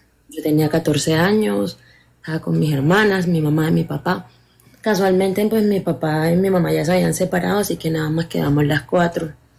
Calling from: Cartagena, Bolívar, Colombia; Desde Cartagena.

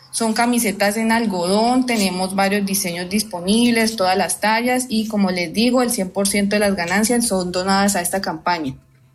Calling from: Cali, Valle del Cauca, Colombia; Desde Cali

